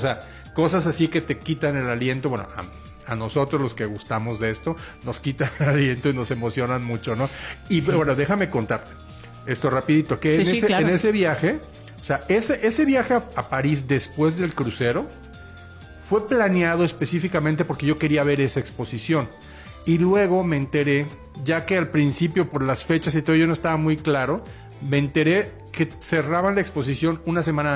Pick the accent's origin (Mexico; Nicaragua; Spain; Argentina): Mexico; Mérida, Yucatán; parte de Mérida turística, que ahorita parte de Mérida es una cosa espectacular, cada vez está mejor mi tierra.